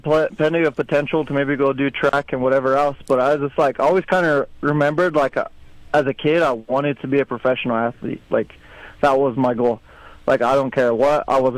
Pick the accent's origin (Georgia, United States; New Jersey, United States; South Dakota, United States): South Dakota, United States; Kyle; I grew up in Kyle, South Dakota, on the dead center of the Pioneer Reservation.